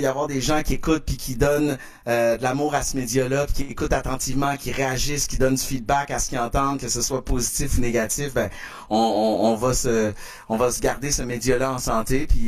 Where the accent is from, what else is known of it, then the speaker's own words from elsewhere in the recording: Quebec City, Quebec, Canada; also born or lived in Longueuil; je vis dans la maison où j'ai grandi à Québec, j'ai racheté la maison de mes parents, puis à Montréal, je vis au Novia, en fait, à Longueuil